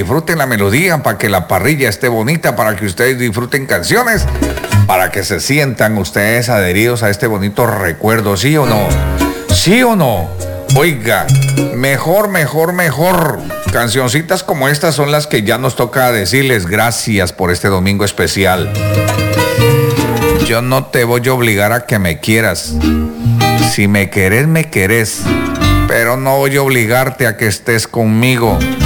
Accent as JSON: {"language": "Spanish", "region": "Cauca", "country": "Colombia", "said": "Yo soy del Cauca."}